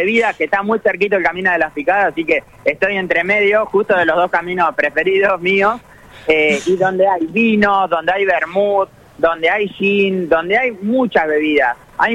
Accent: Norberto de la Riestra, Buenos Aires, Argentina; also born or lived in Saladillo; yo nací en Saladillo, así que yo soy de Norberto de la Riestra, muy cerquita, una hora de Saladillo, y bueno, mi mamá se hacía atender ahí, así que bueno, tuve el privilegio de nacer en la ciudad del Vasco Libertigochea

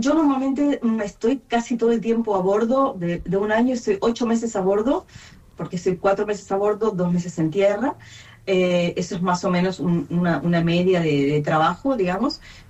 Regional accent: Patagonia, Argentina; nosotros como argentinos y como patagónicos no tenemos a veces idea de la repercusión de nuestro país fuera de Argentina

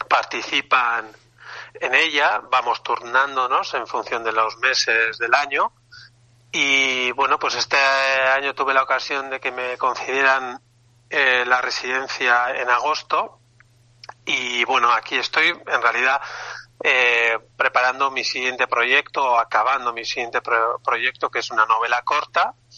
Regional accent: Spain; first language eu; Spanish is a second language; mi lengua materna es el euskera, mi familia se habla euskera

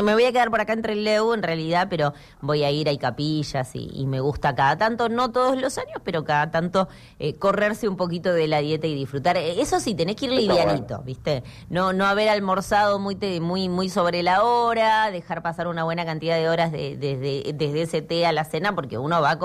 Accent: Río Gallegos, Santa Cruz, Argentina; yo soy nacida y criada en la Patagonia pura, en Río Gallegos, así que tengo todo tipo de experiencias con la nieve

